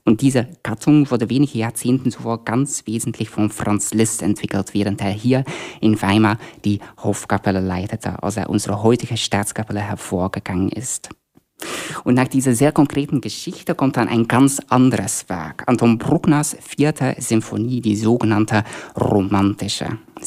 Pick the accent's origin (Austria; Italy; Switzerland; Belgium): Belgium; German is a second language; now in Germany; weil ich komme ursprünglich aus Belgien